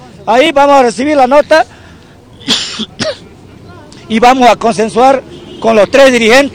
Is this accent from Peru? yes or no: no; Pando, Bolivia; como dirigente, como pandino, como veniano y todo, y como boliviano, estamos firmes en la lucha.